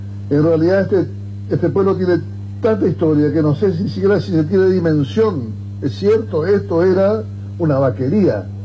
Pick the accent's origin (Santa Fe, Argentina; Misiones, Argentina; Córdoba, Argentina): Misiones, Argentina; Oberá; yo soy de Oberá, por acá entraron los nórdicos, los suecos, los noruegos, los finlandeses, dinamarqueses, también entraron por acá.